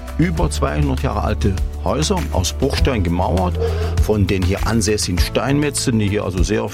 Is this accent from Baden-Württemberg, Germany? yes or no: no; Stolberg, North Rhine-Westphalia, Germany; ich komme aus Storbisch-Breinig und wohne hier eigentlich schon immer.